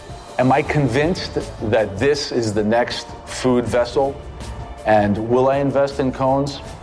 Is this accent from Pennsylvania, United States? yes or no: no; New York City, New York, United States; because I am a New Yorker like you.